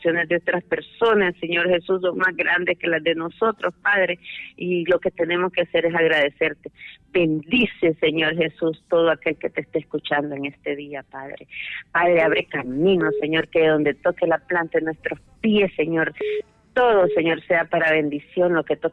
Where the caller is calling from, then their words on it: La Ceiba, Atlántida, Honduras; de La Ceiba.